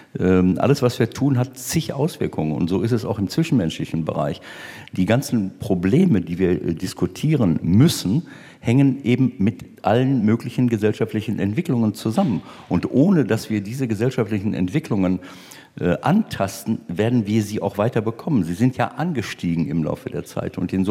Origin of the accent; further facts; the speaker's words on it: North Rhine-Westphalia, Germany; also born or lived in Cologne; ich war ja hier ein paar Jahre in Köln, das war für mich nicht ganz so einfach als Ostwestfale.